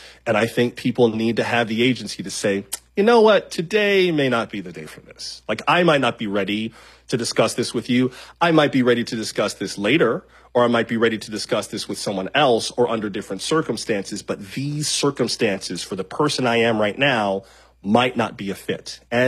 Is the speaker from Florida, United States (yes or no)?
yes; Florida, United States; Yeah, and I grew up in South Florida. I'm from Palm Beach County